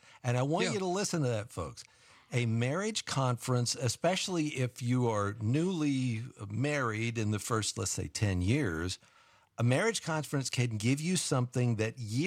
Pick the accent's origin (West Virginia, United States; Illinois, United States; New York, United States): West Virginia, United States; now in Phoenix, United States; I'm from West Virginia.